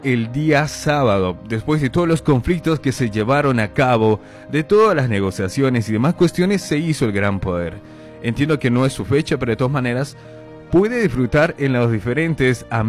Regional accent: Bolivia; now in Argentina

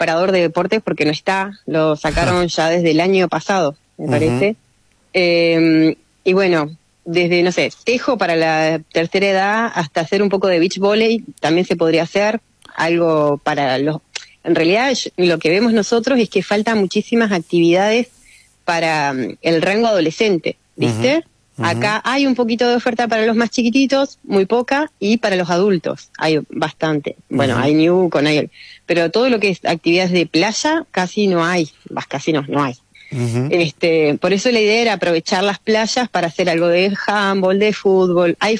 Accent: Viedma, Río Negro, Argentina; somos nacidos y criados en Viedma

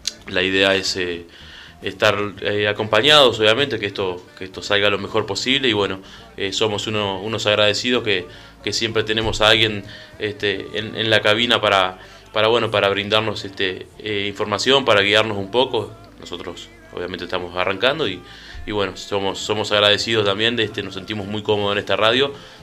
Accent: Maldonado, Uruguay; Yo soy de Barrio Rivera, Maldonado, soy de Barrio Rivera.

